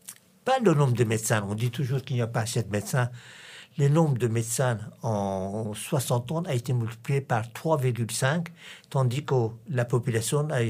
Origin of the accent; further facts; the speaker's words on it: Iran; French is a second language; now in France; il y a des Français d'origine breton, des Français d'origine corse, mais je suis un Français d'origine iranien.